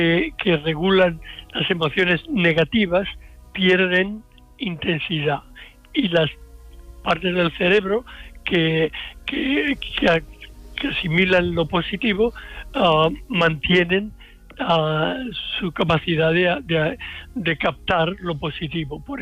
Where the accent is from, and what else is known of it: Seville, Andalusia, Spain; born there